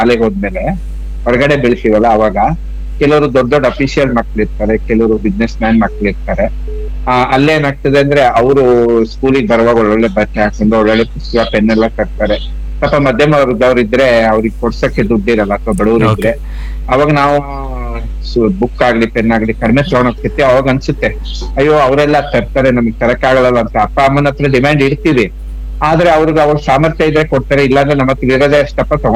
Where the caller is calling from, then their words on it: Shivamogga, Karnataka, India; Vidyanagar, Shivamogga.